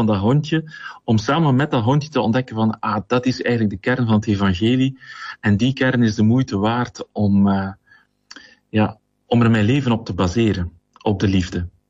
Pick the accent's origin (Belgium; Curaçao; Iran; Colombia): Belgium; Kortrijk, Flanders; Ik ben afkomstig uit Kortrijk, gehuwd. Vader van drie bijna volwassen zonen.